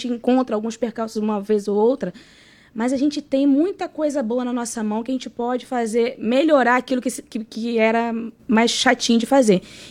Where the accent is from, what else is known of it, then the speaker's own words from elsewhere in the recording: Belford Roxo, Rio de Janeiro, Brazil; moved away as an adult; now in Arraial do Cabo, Brazil; Eu sou cria da escola pública, vim lá de Belfor Roxo.